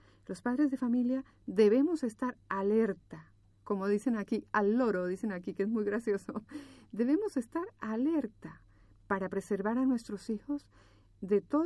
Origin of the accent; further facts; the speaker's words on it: Colombia; moved away as an adult; now in Barcelona, Spain; Sí, yo soy colombiana. Y hace 5 años vivo en Barcelona y soy madre de 3 niños